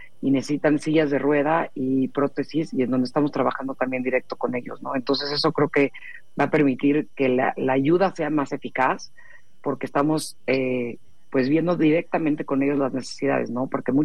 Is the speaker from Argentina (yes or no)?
no; Mexico; sobre todo como mexicanos